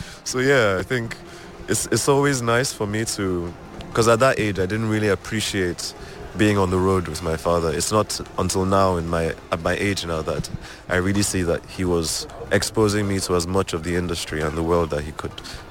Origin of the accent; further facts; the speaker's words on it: Lagos, Nigeria; So there's five of us from Lagos.